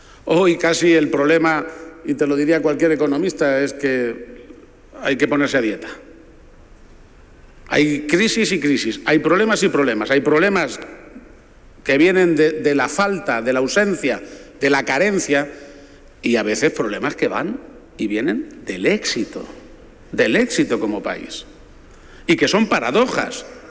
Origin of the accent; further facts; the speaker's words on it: Spain; Ese optimismo es un optimismo que tengo como español